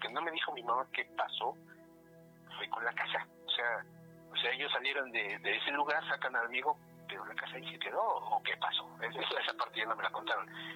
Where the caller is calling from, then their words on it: Mexico City, Mexico; De Iztapalapa.